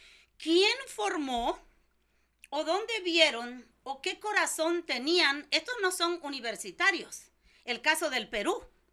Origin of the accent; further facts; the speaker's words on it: Mexico; estoy triste por algo que pasó en mi país, le dije. En México, hijo.